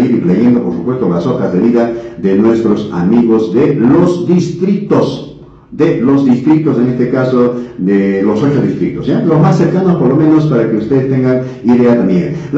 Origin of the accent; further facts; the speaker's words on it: Canchis Province, Cusco, Peru; now in Chumbivilcas, Peru; el Vinicunca es de mi tierra linda, de mi provincia linda, provincia de Canchis